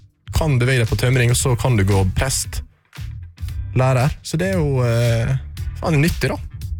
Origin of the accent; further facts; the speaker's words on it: Karmøy, Rogaland, Norway; for jeg er jo fra øya selv.